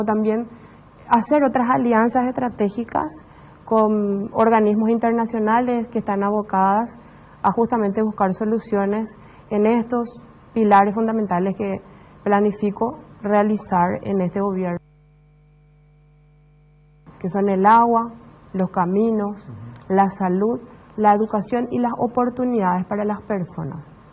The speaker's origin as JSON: {"language": "Spanish", "region": "Boquerón", "country": "Paraguay", "tie": "born or raised there", "said": "paraguaya, chaqueña. Crecí recorriendo los caminos de Boquerón junto con mi familia"}